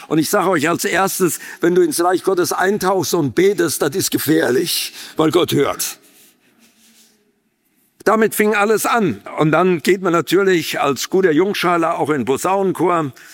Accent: North Rhine-Westphalia, Germany; weil ich bin im Siegerland in einem sehr unbedeutenden kleinen Ort groß geworden, in der Gemeinschaftsbewegung

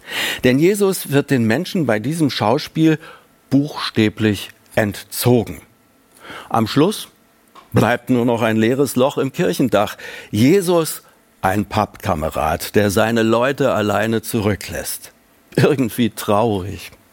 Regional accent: Berlin, Germany; Als Berliner habe ich das in Berlin-Kreuzberg oft erlebt

